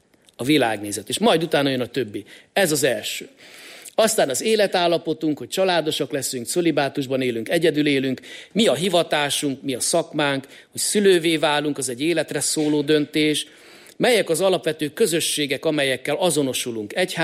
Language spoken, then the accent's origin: Hungarian; Greece; én görögként hadd mondjam